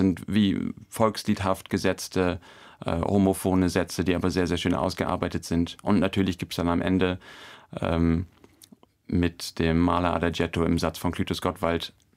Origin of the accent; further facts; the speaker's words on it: Lower Saxony, Germany; now in Cologne, Germany; Ich bin eigentlich ein totales Landei. Ich komme aus dem Emsl